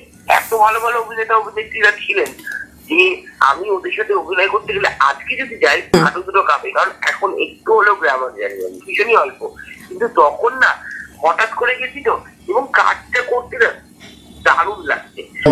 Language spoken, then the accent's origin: Bangla; Malda, West Bengal, India; now in Kolkata, India; আমি মালদার মেয়ে, কিন্তু আমি মনে করি যে আমি মোর অফ কলকাতার হয়ে গেছি এখন